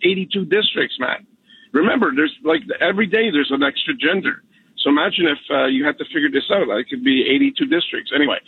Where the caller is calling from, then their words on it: Canada; I'm listening up in Canada